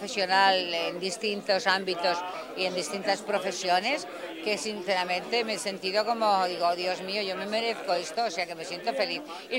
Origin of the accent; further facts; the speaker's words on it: Region of Murcia, Spain; now in Barcelona, Spain; no quiero ofender a nadie, pero yo soy murciana, entonces no ofendo a nadie.